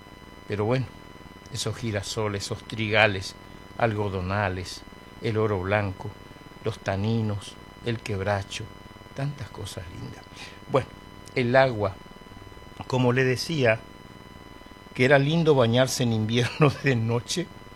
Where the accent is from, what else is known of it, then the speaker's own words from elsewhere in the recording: Buenos Aires, Argentina; Yo estuve 17 años en Buenos Aires, me crié en Buenos Aires.